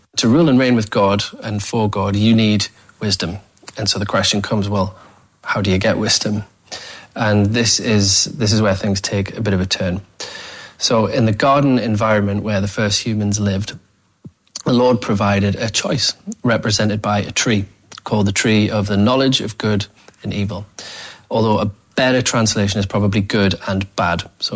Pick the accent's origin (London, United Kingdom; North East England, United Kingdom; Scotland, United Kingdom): North East England, United Kingdom; Born and bred in the Northeast